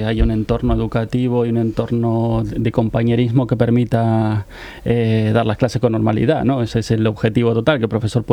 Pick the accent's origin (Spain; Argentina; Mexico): Spain; Cantabria; accent: Cantabrian; me extraño la lluvia cántabra. Yo soy cántabro, como puedes observar por mi acento.